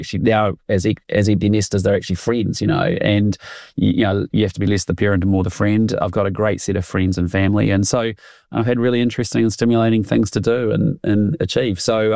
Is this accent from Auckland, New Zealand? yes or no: no; Christchurch, Canterbury, New Zealand; I'm a boy from Bishop Dale, Christchurch, who got to travel and live all around the world doing incredible things